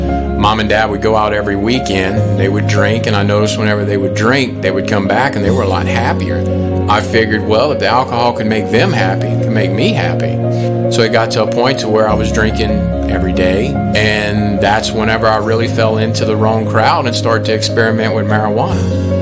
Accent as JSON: {"language": "English", "region": "Louisiana", "country": "United States", "tie": "born or raised there", "said": "I grew up here in Louisiana. This is the Deep South all my life."}